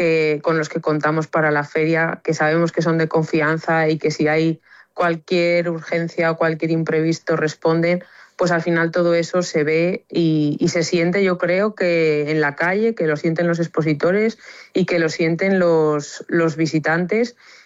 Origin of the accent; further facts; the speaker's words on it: Salamanca, Castile and León, Spain; Yo, como sabéis, soy de Salamanca, que lo he dicho muchas veces, y me vine ya a Zamora el lunes de la semana pasada, o sea, llevo aquí prácticamente 2 semanas ya zamoranas de acogida